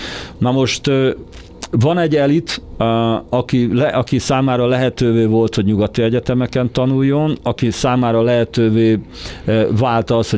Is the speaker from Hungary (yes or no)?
yes; Hungary; born there; magyarnak születtem, Magyarországra születtem. Én hazajöttem ide.